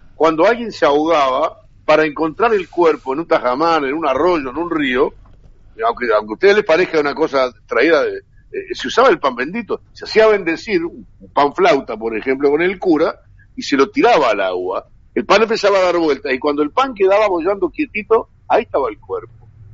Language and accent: Spanish; Sarandí del Yí, Durazno, Uruguay; de mi, más que adolescencia, de mi infancia en Sarandí de allí